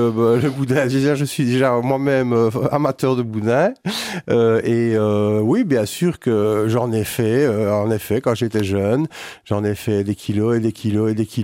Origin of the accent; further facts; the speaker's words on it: Serein, France; Moi, j'ai grandi à Serein, tout à fait. Oui. J'ai grandi au-dessus de la boucherie.